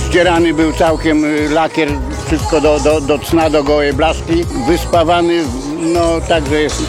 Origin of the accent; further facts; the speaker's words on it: Nidzica, Warmian-Masurian Voivodeship, Poland; Z Nidzicy.